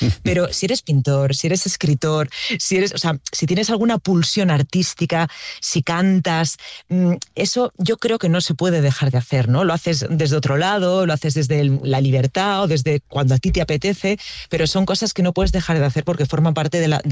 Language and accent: Spanish; La Vall d'Uixó, Valencian Community, Spain; Yo soy de Baiduxó, que es un pueblo que está rodeado de montañas y que tiene el mar muy, muy, muy, muy cerquita.